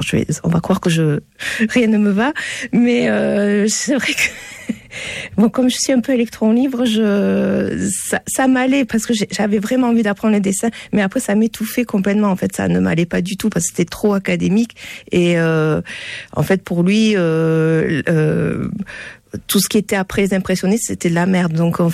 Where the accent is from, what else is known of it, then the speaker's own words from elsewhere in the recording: Toulouse, Occitanie, France; born there; also born or lived in Bordeaux; je suis née à Toulouse. Alors, je suis partie faire une partie de mes études à Bordeaux parce que la fac d'art plastique n'existait pas encore à Toulouse.